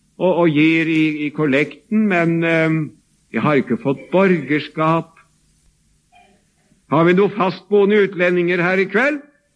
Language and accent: Norwegian; Sarpsborg, Østfold, Norway; hjemme fra min hjemby i Sarpsborg